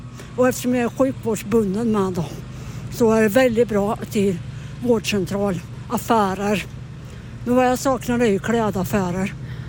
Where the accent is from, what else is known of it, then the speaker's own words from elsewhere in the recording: Gothenburg, Västra Götaland County, Sweden; moved away; Jag kom ju från Göteborg från början, men jag har inte orkat flytta tillbaka dit heller.